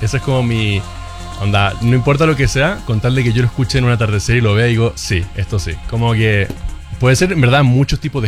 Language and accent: Spanish; Chile; moved away as an adult; now in London, United Kingdom; yo soy chileno, pero vivo en Europa y ahora estoy de tour en Norteamérica, así que ahora es México, próxima semana o esta semana es Estados Unidos